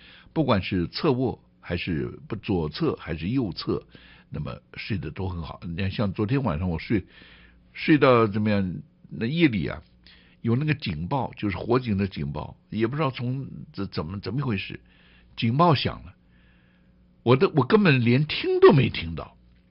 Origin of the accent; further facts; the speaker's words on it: Taiwan; 很多我们台湾人呢